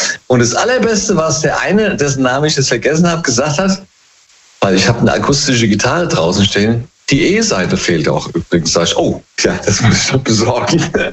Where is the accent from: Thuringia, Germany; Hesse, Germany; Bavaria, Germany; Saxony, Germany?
Hesse, Germany; Hey, aus dem Rheingau, immer noch.